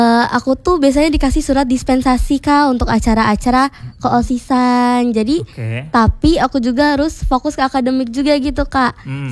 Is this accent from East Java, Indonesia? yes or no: no; Lampung, Indonesia; aku asli suku Lampung.